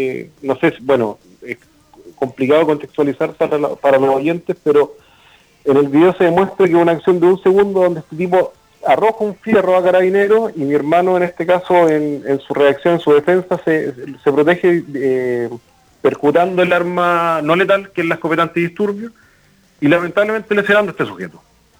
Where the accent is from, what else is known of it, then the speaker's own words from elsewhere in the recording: Temuco, Araucanía, Chile; Nosotros somos oriundos de Temuco.